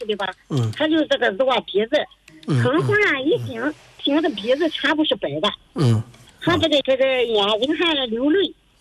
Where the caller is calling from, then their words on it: Shandong, China; 我是山东的。